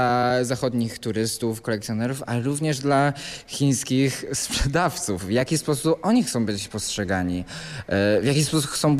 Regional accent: China; Pochodzę z Chin.

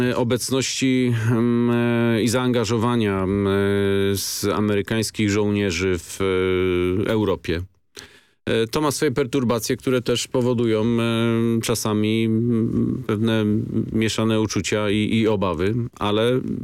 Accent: Greater Poland Voivodeship, Poland; Jestem Wielkopolaninem.

